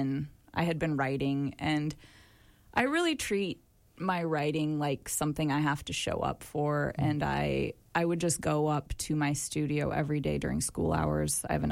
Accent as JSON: {"language": "English", "town": "Nevada City", "region": "California", "country": "United States", "tie": "born or raised there", "moved": "yes"}